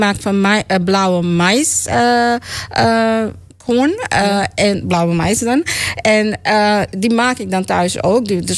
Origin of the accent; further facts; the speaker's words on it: Suriname; born there; moved away; also born or lived in Dallas, Texas, United States; Nee, ik ben geboren in Suriname. En ik heb heel lang in Dallas, Texas gewoond.